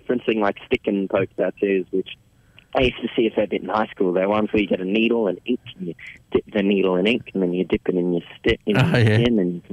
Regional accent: Sydney, New South Wales, Australia; I'm from Sydney, so.

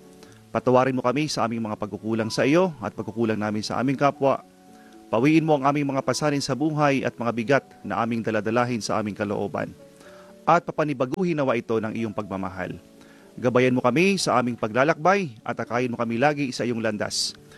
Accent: Sorsogon, Bicol Region, Philippines; moved away; ako ay umuwi sa amin sa Sorsogon noong Monday.

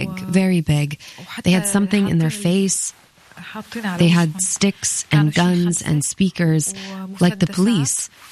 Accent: Syria; English is a second language; moved away as an adult; now in United States; I'm 32 years old. I'm from Syria. I'm a teacher in Syria.

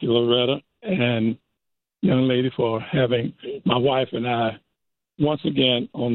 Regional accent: Florence, South Carolina, United States; growing up in East Florence, walking to home school

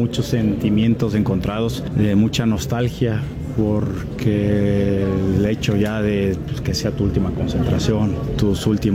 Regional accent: Mexico; fue en un mundial en mi país

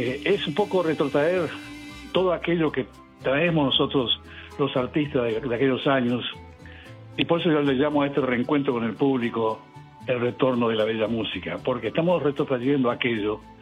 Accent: Formosa, Argentina; first language Guarani; Spanish is a second language; moved away; el idioma de mis padres, en Paraguay, ellos nacieron en el Paraguay. Mi primer idioma fue el guaraní, por supuesto, en Formosa, mi tierra natal.

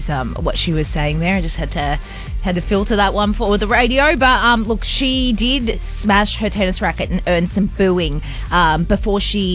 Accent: Australia; I'm half African American. So there is a little bit of a cultural connection there, but I'm Australian.

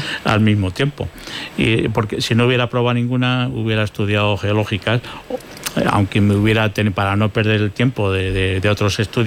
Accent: Alcázar de San Juan, Castilla-La Mancha, Spain

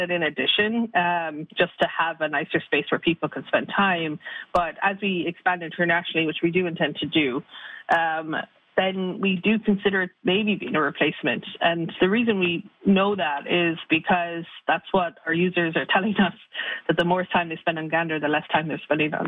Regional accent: Ireland; accent: Irish; moved away as an adult; now in Canada; Yeah, so I'm a pretty new Canadian. I am Irish originally, so good ear. I've been living here for almost 10 years now.

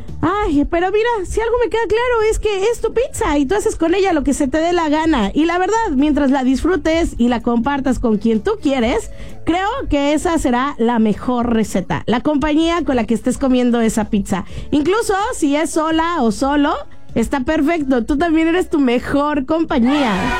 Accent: Mexico; para eso somos mexicanos, justamente.

